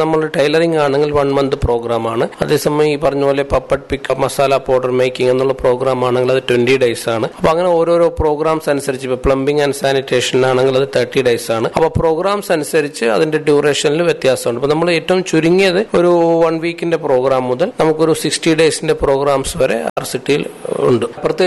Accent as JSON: {"language": "Malayalam", "town": "Kalpeni", "region": "Lakshadweep", "country": "India", "moved": "as an adult", "lives_now": "Kavaratti, India", "said": "ഞാൻ കൽപ്പേനി സ്വദേശിയാണ്."}